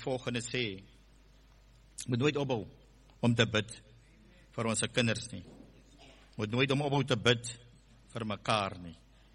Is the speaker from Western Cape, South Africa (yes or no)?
yes; Heidelberg, Western Cape, South Africa; Ek kom van Noordkaap, ek kom van Hessekwa, Heidelberg, Slangrivier, terug Oudtshoorn toe.